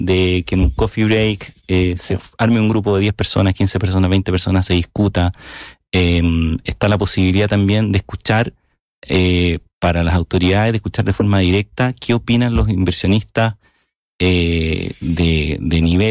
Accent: Chile; los chilenos somos chilenos nomás

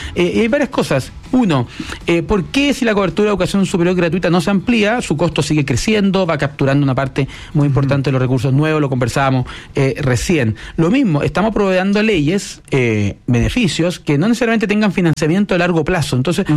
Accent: Chile; somos los chilenos.

